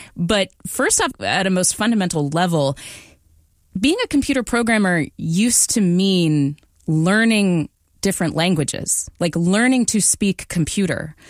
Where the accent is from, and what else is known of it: Redmond, Washington, United States; born or raised there